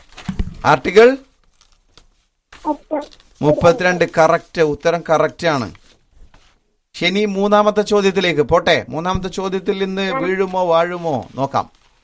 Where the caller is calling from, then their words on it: Edavanna, Kerala, India; പത്തപ്പെരിയം, മലപ്പുറം ജില്ലയിലെ എടവണ്ണ.